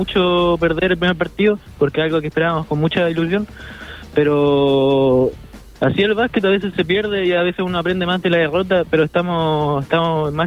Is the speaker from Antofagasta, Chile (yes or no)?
no; Chillán Viejo, Ñuble, Chile; soy de Chillán Viejo.